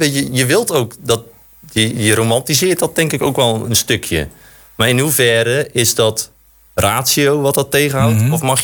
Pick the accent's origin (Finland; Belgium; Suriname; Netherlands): Netherlands; Dordrecht, South Holland